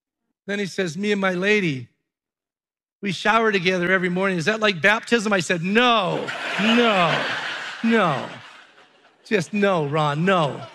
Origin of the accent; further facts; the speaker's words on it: Alberta, Canada; I'm from Alberta.